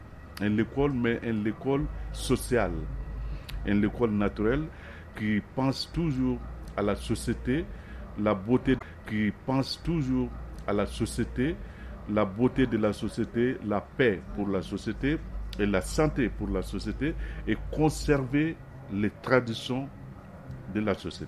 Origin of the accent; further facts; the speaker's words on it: Bamako, Mali; born there; je suis né au Mali, à Bamako. Je suis né dans une grande famille griot.